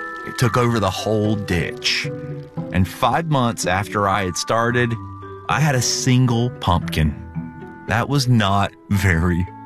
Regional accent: North Carolina, United States; Big portions of North Carolina set humidity records in 2025. And at one point, my hometown in the Piedmont was hit by a 1,000-year storm that dropped 10 inches of rain in less than a day.

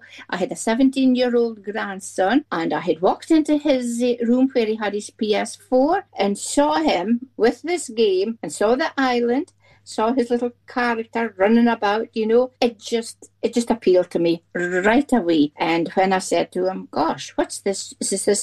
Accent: Scotland, United Kingdom; and two comes from USA, and I'm obviously from Scotland, and I've two from England.

